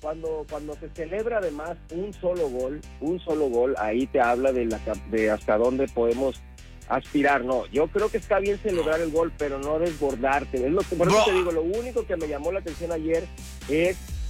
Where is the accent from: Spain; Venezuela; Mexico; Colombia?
Mexico; Como buenos mexicanos que somos, todavía no ganamos nada